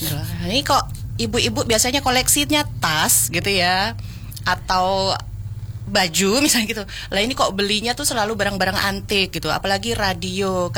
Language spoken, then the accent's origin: Indonesian; Pontianak, West Kalimantan, Indonesia; moved away; Jadi kalau kebetulan saya itu kan aslinya dari Pontianak, Kalimantan Barat.